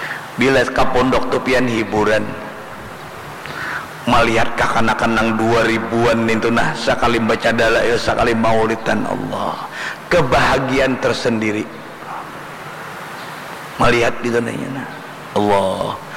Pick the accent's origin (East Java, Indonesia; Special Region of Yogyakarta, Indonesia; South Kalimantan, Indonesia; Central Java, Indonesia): South Kalimantan, Indonesia; sedangkan kita orang Banjar 3 kali seminggu